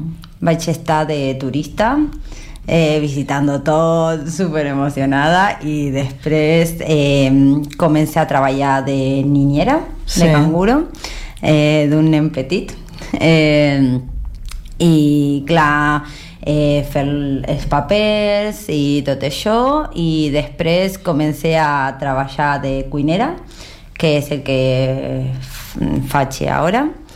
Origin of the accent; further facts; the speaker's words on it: Argentina; moved away; jo, que sóc argentina